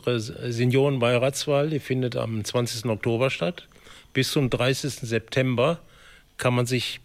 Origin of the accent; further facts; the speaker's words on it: North Rhine-Westphalia, Germany; moved away as an adult; now in East Frisia, Germany; Nein, ich komme aus dem Ruhrgebiet. Lässt sich manchmal an der Sprache nicht verheimlichen. Verstehe aber platt inzwischen schon ein bisschen was. Sprechen weniger.